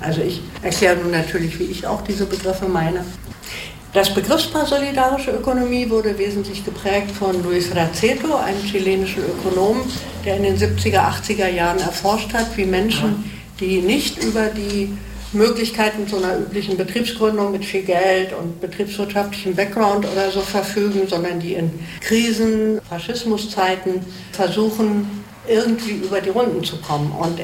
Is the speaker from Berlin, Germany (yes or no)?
yes; Berlin, Germany; also born or lived in Neustadt an der Weinstraße; also ich bin in Berlin geboren und war da eigentlich immer dort, bis auf 3 Jahre in den 90ern, wo ich in Süddeutschland war, in Neustadt an der Weinstraße